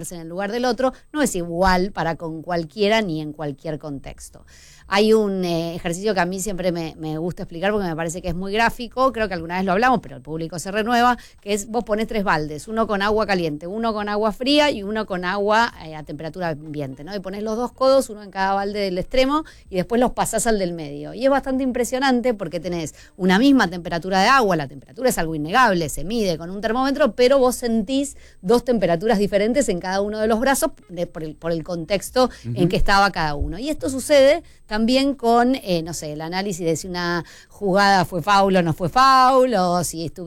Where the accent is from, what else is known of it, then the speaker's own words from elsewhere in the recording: Argentina; nos unimos todos como argentinos